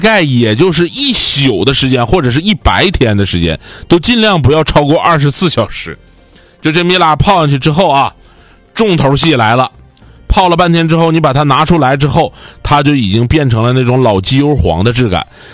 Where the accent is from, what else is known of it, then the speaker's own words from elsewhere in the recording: Northeast China, China; accent: Northeastern dialect; 但是我们东北人就一直这么用这个字啊，